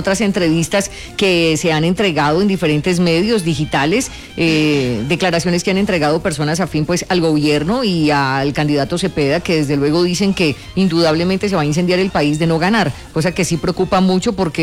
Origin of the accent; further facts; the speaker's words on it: Colombia; Cada una de las experiencias como ciudadanos, como colombianos, es diferente.